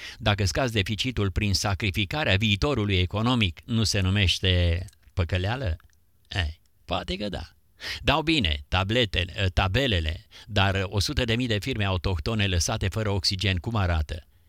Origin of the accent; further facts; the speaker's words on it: Urziceni, Ialomița County, Romania; Eu sunt de la Ialomița, de la Urziceni.